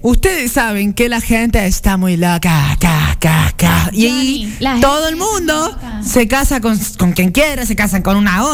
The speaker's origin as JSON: {"language": "Spanish", "country": "Italy", "said": "Creo yo porque soy italiano."}